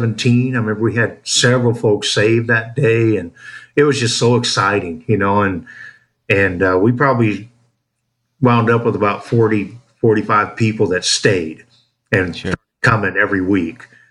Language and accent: English; United States; moved away as an adult; also born or lived in Campeche; now in Mexico; "Well, we're from Washington."